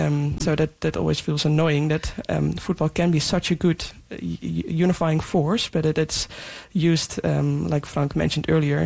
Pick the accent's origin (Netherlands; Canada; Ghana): Netherlands; English is a second language; moved away as an adult; also born or lived in Glasgow, United Kingdom; growing up in the Netherlands playing football there, there wasn't too many, weather events other than it at times being a bit cold in winter